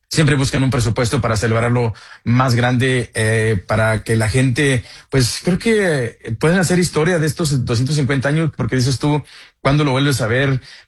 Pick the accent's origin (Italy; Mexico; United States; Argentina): Mexico; fíjate que nosotros como mexicanos, como la gente latina, apoyando a los equipos latinos todo el tiempo